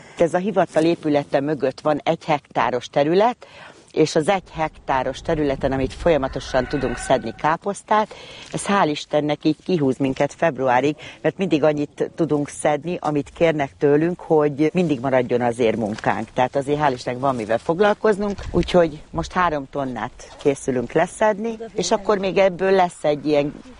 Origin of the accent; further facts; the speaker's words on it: Piskó, Baranya, Hungary; Ez egy nagyon szegény település. 2002-ben indultam először képviselőnek, itt nőttem föl.